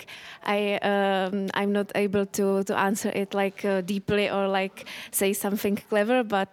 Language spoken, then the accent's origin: English; Czechia; English is a second language; from Czech Republic, and this is our last day in Vienna.